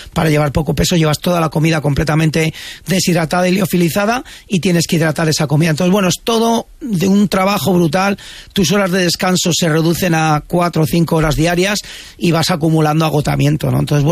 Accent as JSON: {"language": "Spanish", "town": "Íscar", "region": "Castile and León", "country": "Spain"}